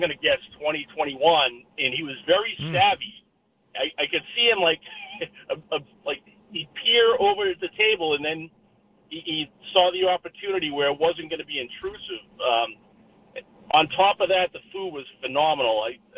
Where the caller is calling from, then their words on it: Stoughton, Massachusetts, United States; I live in Stoughton